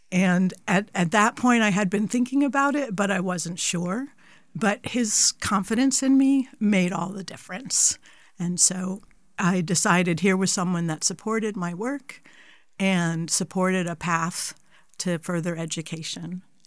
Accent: Ithaca, New York, United States; I grew up in upstate New York and in the Ithaca area specifically.

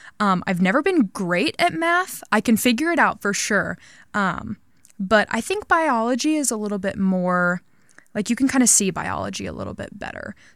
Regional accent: Ava, Illinois, United States; So I'm actually from a really small town about 30 minutes away from Carbondale, Illinois. Shocking, I know. It's called Ava.

